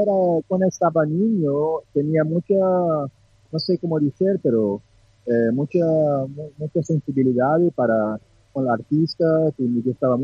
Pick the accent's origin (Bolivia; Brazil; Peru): Brazil; Spanish is a second language; now in France; directamente de Francia, pero soy brasileño